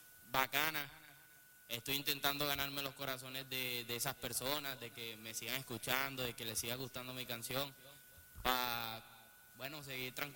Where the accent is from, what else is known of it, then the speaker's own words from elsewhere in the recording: Venezuela; Incluso esa primera grabación yo la grabé en Venezuela. Cuando me firmó la disquera en Medellín, la llevé hasta Medellín.